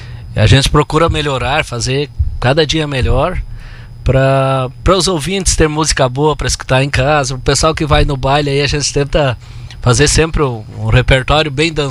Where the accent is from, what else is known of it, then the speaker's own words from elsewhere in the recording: Rio Grande do Sul, Brazil; moved away; estar mais uma vez aqui na minha terra querida, terra natal